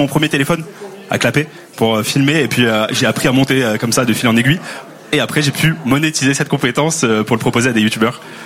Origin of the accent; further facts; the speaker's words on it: Nancy, Grand Est, France; j'ai pris ce pari de rester dans ma ville natale, parce que j'y suis attaché.